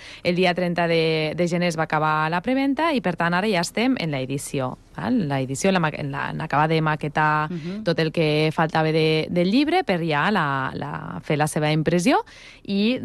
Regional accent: Almenar, Catalonia, Spain; born or raised there

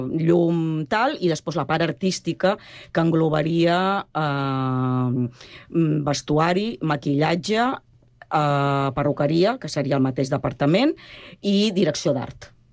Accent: Barcelona, Catalonia, Spain; now in Sant Cugat del Vallès, Spain; Jo sóc del barri de Sant Andreu, fa 30 anys que visc a Sant Cugat, però sóc d'un barri de Sant Andreu que tenien uns condicionants abans, com Gràcia, com Horta i tal

